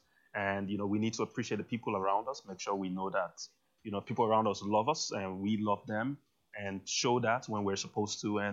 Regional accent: Nigeria; born there; moved away; also born or lived in United States

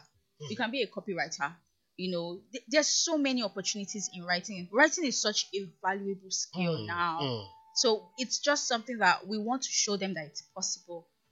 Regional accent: Igbo, Igboland, Nigeria; I'm Igbo now. Igbo. Yes, I'm from Igbo.

